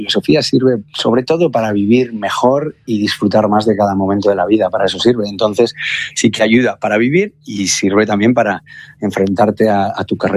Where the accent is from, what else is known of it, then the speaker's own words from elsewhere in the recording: Santander, Cantabria, Spain; para los que hemos nacido en Santander